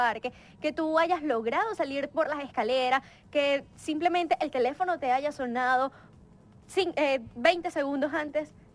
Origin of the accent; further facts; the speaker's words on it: Venezuela; Jamás como venezolanos hemos estado solos.